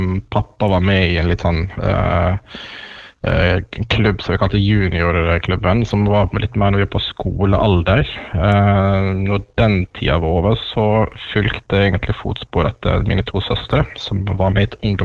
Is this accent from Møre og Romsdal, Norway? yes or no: yes; Syvde, Møre og Romsdal, Norway; also born or lived in Langevåg; Ellers så kom jeg opprinnelig fra Sunnmøre fra, jeg sier ofte Syvde, selv om jeg hadde noen år I Langevåg først, så det Syvde hatt store deler av min barndom og ungdom.